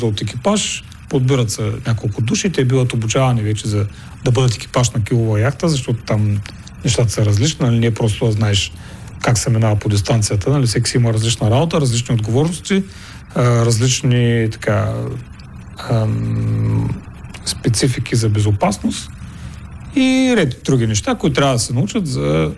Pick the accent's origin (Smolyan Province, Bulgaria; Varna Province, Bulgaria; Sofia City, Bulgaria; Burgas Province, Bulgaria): Burgas Province, Bulgaria; Burgas; Ние имаме не само в Бургас, нали, аз съм бургазлия